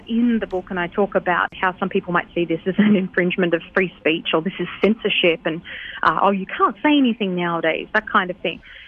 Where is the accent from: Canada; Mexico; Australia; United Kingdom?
Australia; now in United States